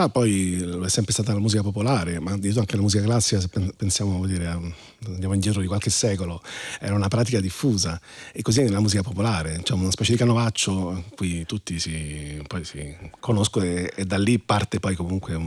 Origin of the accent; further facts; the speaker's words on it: Latina, Lazio, Italy; sono romagnolo di origine, però vivo da sempre, sono nato a Latina